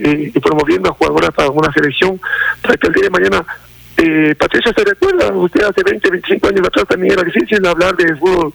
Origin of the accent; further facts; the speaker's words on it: Ecuador; para nosotros como ecuatorianos